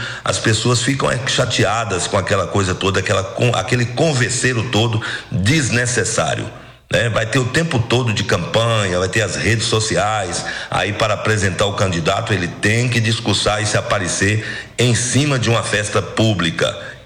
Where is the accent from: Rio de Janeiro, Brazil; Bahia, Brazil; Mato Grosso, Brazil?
Bahia, Brazil; nós estamos aqui como baianos querendo uma resposta.